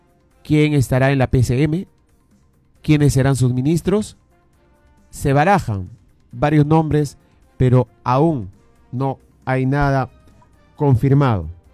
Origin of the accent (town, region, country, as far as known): Peru